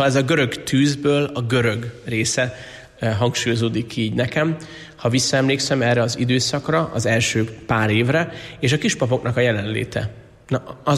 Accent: Miskolc, Borsod-Abaúj-Zemplén, Hungary; miskolciként Avason éltünk a szüleimmel, ott az egyházközségen belül nekünk ez egy fontos élmény volt, hogy görögkatolikus egyházhoz tartozunk

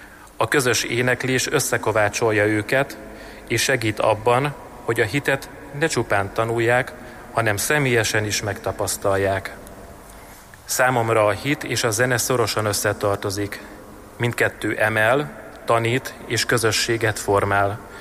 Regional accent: Sajópetri, Borsod-Abaúj-Zemplén, Hungary; és gyermekkorom óta Sajó Petriben élek. Családom több mint 200 éve kötődik ehhez a településhez, őseim is itt élő római katolikus emberek voltak.

